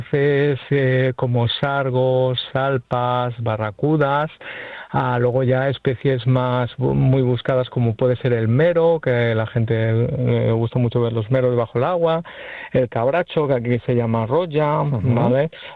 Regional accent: Formentera, Balearic Islands, Spain; born there; Bueno, yo nací en Formentera, ¿vale? Que es, bueno, la isla donde estáis ahora, en el Mediterráneo.

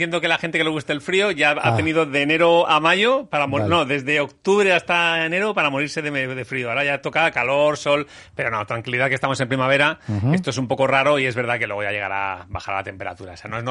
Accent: Vitoria-Gasteiz, Basque Country, Spain; born there; pero nací en Vitoria.

